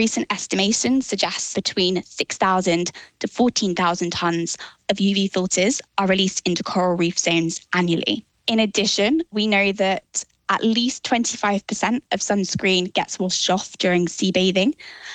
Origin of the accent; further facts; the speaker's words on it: South West England, United Kingdom; I grew up in Devon in the UK. And as such, I've spent obviously a lot of time in and around the ocean.